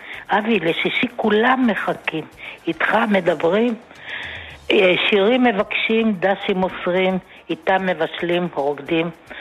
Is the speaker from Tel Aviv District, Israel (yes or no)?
no; Haifa, Haifa District, Israel; born there; נולדתי בבית חולים רמב״ם, ולבן שלי קראו רמב״ם, כי הייתי בשמירת הריון.